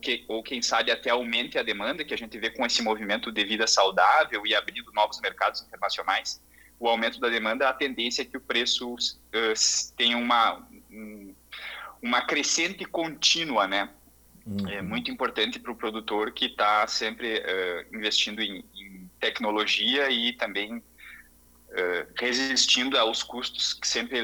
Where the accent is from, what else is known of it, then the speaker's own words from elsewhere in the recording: Santiago, Rio Grande do Sul, Brazil; Sou natural do município de Santiago, produzo na região do município de Itaqui e hoje falo daqui do Recanto Maestro